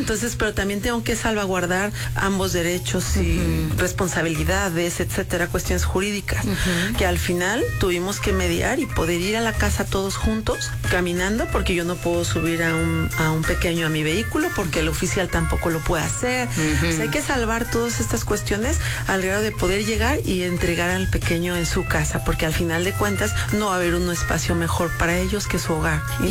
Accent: Jalisco, Mexico; Entonces, por eso digo que soy orgullosamente de Jalisco y por supuesto que yo me quiero quedar en Jalisco

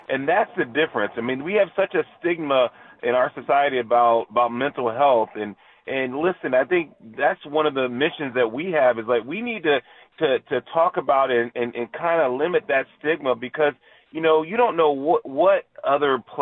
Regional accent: Texas, United States; I grew up in Texas, man.

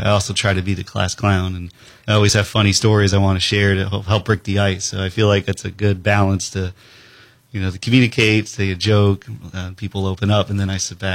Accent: Florida, United States; growing up in Florida

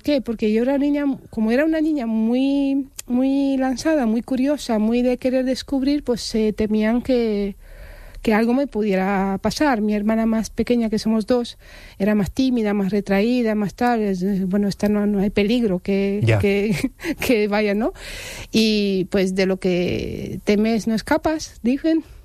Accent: Romania; born there; Spanish is a second language; porque yo nací en Rumanía, en una familia de clase obrera. En los últimos años de la Guerra Fría.

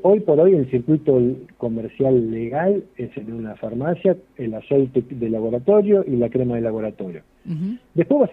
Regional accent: Luján, Buenos Aires Province, Argentina; Soy de Luján, Buenos Aires. Venimos actualmente de Pringles

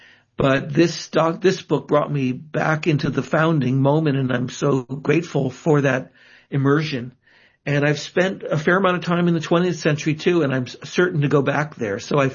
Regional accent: Rhode Island, United States; I grew up in Rhode Island, where I am now. I went to a Quaker high school, and then I went to Harvard undergrad and grad school

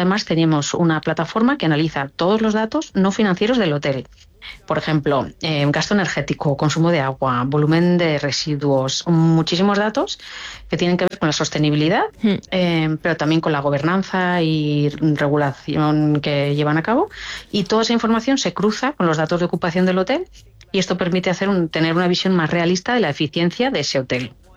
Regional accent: Requena, Valencian Community, Spain; De Requena de toda la vida.

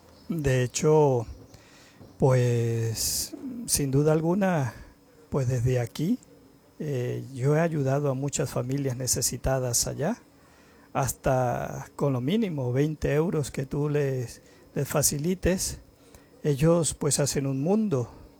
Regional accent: Venezuela; moved away; Porque uno viene de una realidad que yo llegué o salí de Venezuela en el año 2018, cuando se perseguía a todos los jóvenes

